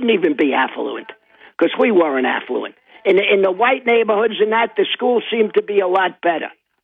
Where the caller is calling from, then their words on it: United States; from Susquehanna